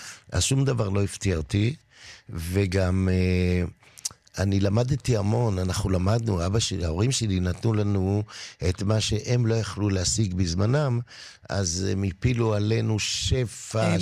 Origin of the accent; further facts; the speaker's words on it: Givatayim, Tel Aviv District, Israel; אני גדלתי עם ראש אחר לחלוטין, ואהבתי את הכרם, איפה שהסבתא שלי והבני דודים שלי, וכמובן גבעתיים, שהייתה העיר מדהימה לגדול בה.